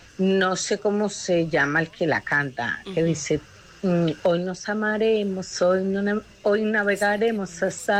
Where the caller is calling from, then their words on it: Barcelona, Catalonia, Spain; os llamo desde Barcelona, España.